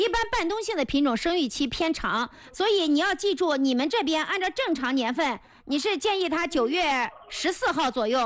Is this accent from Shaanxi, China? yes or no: no; Anhui, China; 那我的老家就属于皖北啊，是皖北